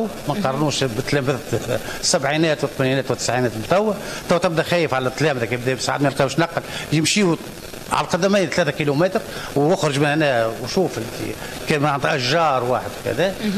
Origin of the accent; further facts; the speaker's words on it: Nadhour, Zaghouan Governorate, Tunisia; أنا بما أني ابن معتمدية الناظور أو من سكان المنطقة مع البلدية،